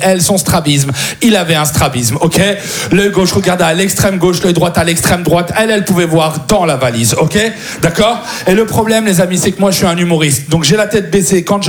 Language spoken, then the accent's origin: French; France; je lui dis, je suis français.